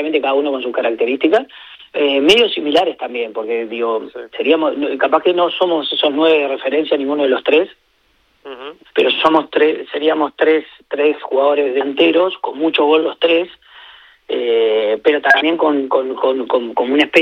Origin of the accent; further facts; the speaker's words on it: Uruguay; nosotros siendo uruguayos tenemos la obligación de con España tener que estar ahí mandando en el grupo.